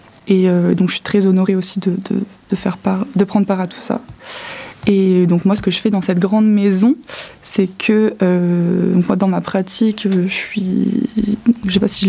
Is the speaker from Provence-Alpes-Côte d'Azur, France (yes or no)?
no; Montpellier, Occitanie, France; Je suis peintre et plasticienne. Je viens aussi de Montpellier, j'ai fait les beaux-arts.